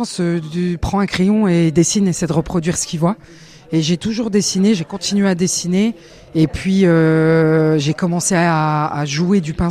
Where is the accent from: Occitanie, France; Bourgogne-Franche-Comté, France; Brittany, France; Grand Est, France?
Grand Est, France; born there; moved away; also born or lived in London; je suis originaire de Belfort et Strasbourg à la fois.